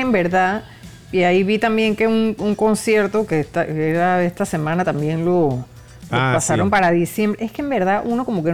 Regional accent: Panama; Somos todos panameños

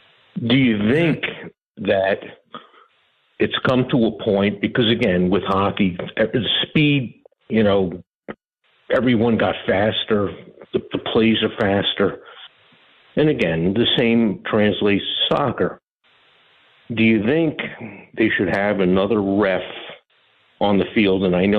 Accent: Queens, New York, United States; now in Pittsburgh, United States; I'm actually originally from Queens, New York. I've been out here 16 years

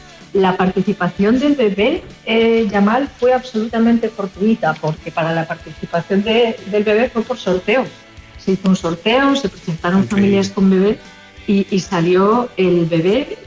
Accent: Spain; Además, yo soy española y trabajé con UNICEF en España

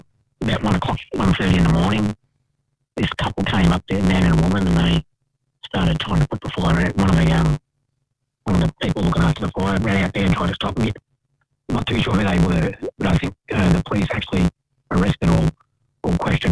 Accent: Fitzroy, Victoria, Australia; Well, I grew up in Fitzroy in Melbourne.

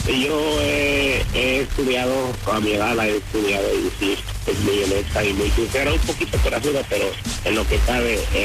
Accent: El Salvador; No, soy salvadoreño.

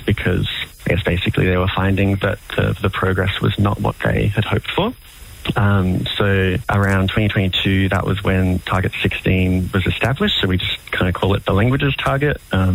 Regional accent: Canberra, Australian Capital Territory, Australia; But me, I grew up here on Ngunnawal country in Canberra, where Zoe and I are both calling from.

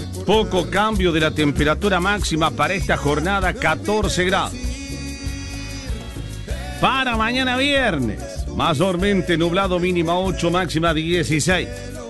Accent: Junín, Buenos Aires Province, Argentina; Somos de Junín, Buenos Aires.

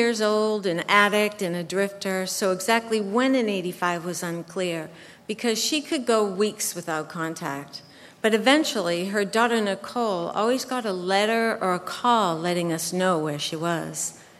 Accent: Melrose, United States; And we grew up here in Melrose.

